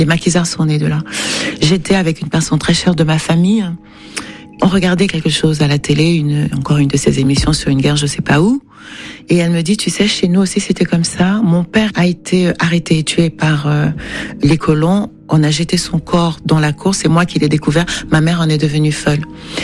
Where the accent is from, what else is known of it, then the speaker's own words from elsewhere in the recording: Cameroon; now in Paris, France; J'ai le besoin de rentrer régulièrement au Cameroun. J'ai le besoin de partir du Cameroun. J'ai tout ça, en fait. Je suis aussi faite de tout ça. J'aime partir. Je vis à Paris